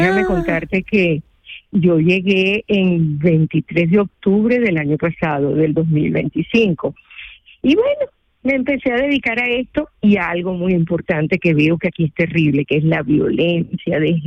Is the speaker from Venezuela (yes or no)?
yes; Venezuela; accent: Venezuelan; moved away as an adult; now in Spain; yo soy venezolana, como seguramente te has dado cuenta por mi acento.